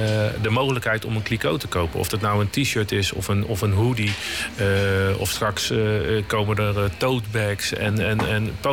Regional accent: The Hague, South Holland, Netherlands; also born or lived in Curaçao; Ik ben geboren getogen Haagenees. Kom uit de Schilderswijk, zal ik altijd zeggen. Met vol trots zeg ik altijd, mijn moeder is van de melkboer. Of was van de melkboer, ze is overleden. Ik ben half Antilliaan, wel heel even een uitstapje gemaakt naar Curaçao.

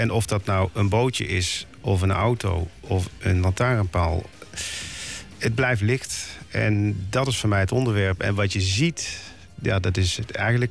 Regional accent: Roermond, Limburg, Netherlands; moved away as an adult; now in The Hague, Netherlands; Ik kom uit Limburg. Ik kom vanuit Roermond. En ik weet nog dat ik in 1994 met de trein hier aankwam om op de kunstacademie te beginnen.

